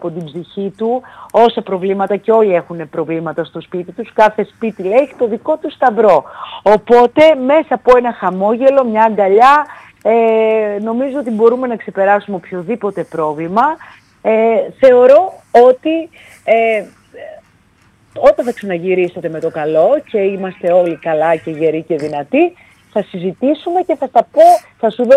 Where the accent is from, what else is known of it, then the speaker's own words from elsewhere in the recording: Thessaloniki, Central Macedonia, Greece; moved away as an adult; now in Athens, Greece; η Θεσσαλονίκη είναι η πατρίδα μου, γέννημα θρέμα Θεσσαλονικιά. Οπότε μετά από πολλά χρόνια που ήμουνα κι εγώ παιδί της Θεσσαλονίκης και δούλευα μέχρι τα 24